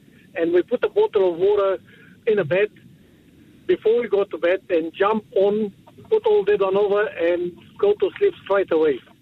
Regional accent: Romania; English is a second language; You remember I'm from Romania.

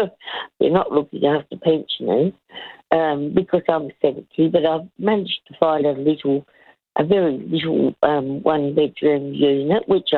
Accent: Adelaide, South Australia, Australia; I'm from Adelaide, and I'm one of these people that live by themselves and am loving it.

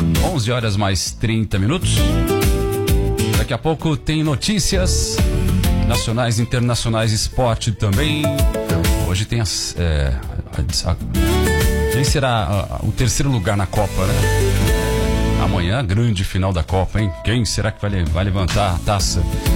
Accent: São Bernardo do Campo, São Paulo, Brazil; Ele é da minha terra, São Bernardo do Campo. Eu também sou batateiro, viu, Gladson?

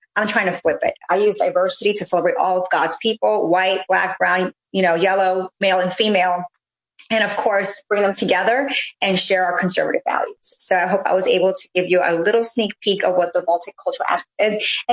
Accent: New York City, New York, United States; moved away as an adult; also born or lived in Florida / Washington, D.C.; I'm originally from New York City. I went to college in Florida. Post college, I moved back to New York

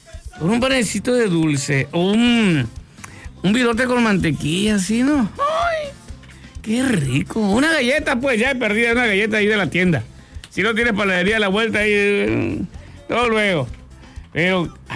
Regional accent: Guaymas, Sonora, Mexico; Así somos la gente de Guayma, wey. No se nos nota la edad, y la buena vida que nos damos, seguro.

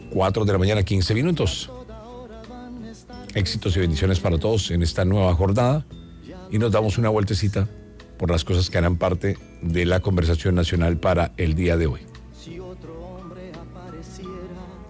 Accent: Colombia

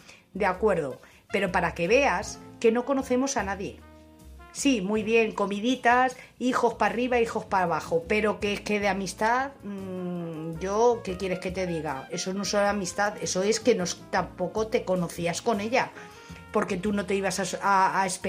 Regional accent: Madrid, Community of Madrid, Spain; Hola, buenas noches. … de Madrid.

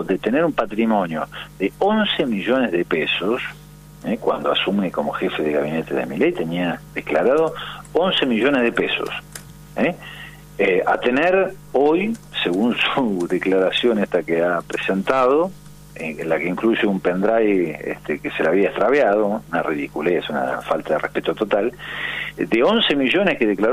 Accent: Río Negro, Argentina; yo soy de Río Negro, a mí de chiquito me enseñaron que la manzana podrida

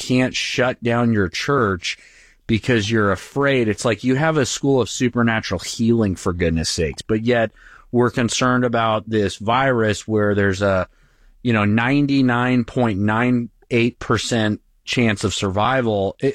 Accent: California, United States; And we came from California, where it's just a different culture.

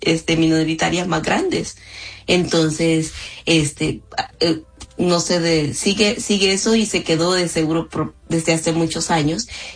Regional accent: El Salvador; generalmente a mí me la ha dado un mexicano, y siendo mujer y siendo salvadoreña.

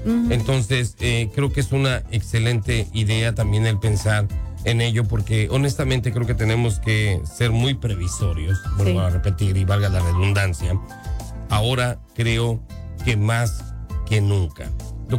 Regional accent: Mexico; now in United States; incluso en México, pues todos hablamos un español diferente dependiendo el estado.

